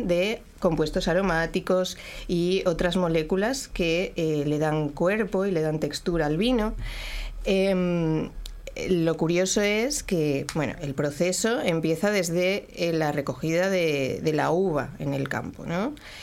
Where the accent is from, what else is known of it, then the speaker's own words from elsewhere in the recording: Asturias, Spain; moved away as an adult; No, yo soy española, soy de Asturias, del norte de España.